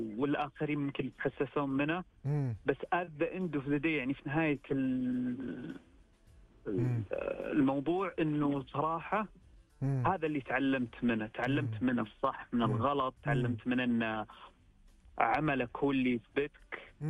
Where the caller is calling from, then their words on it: Riyadh, Riyadh Province, Saudi Arabia; من الرياض.